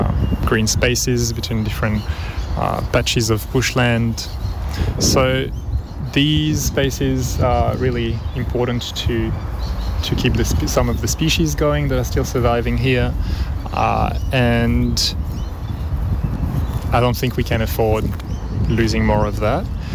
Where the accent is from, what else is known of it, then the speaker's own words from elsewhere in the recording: France; moved away as an adult; now in Brisbane, Australia; originally I'm from France with a root in Peru as well. So I am an immigrant here, but I've been in Australia for, living here for about 14 years.